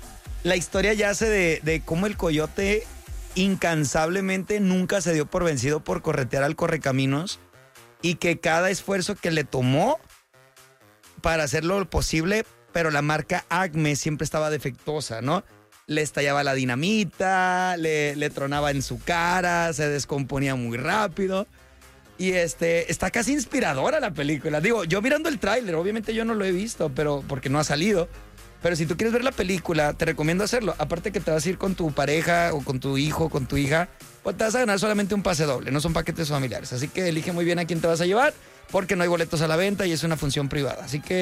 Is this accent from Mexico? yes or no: yes; southern Mexico, Mexico; Yo vengo del sur de México, de donde sea que estés de tu estado, mi hermano.